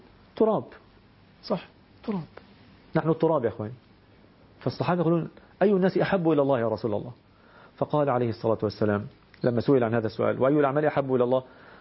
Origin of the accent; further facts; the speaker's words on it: Egypt; إحنا مسمينه عندنا في مصر النهاردة اسمه يسموه ترند